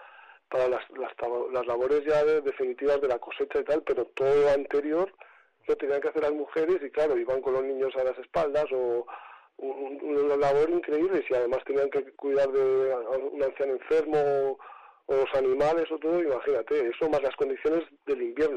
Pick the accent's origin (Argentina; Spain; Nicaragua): Spain; Almazán, Castile and León; moved away; Tenemos mucha suerte de haber nacido en Soria